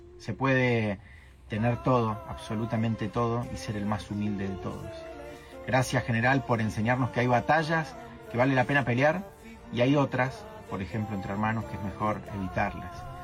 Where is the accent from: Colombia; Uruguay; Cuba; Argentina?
Argentina; somos muchos los argentinos